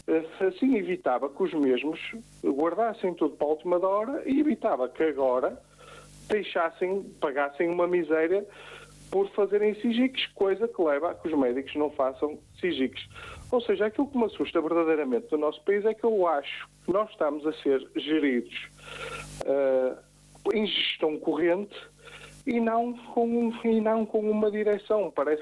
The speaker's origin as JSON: {"language": "Portuguese", "country": "Portugal", "said": "Isso, como português, assusta-me e diz muito do estado da nação."}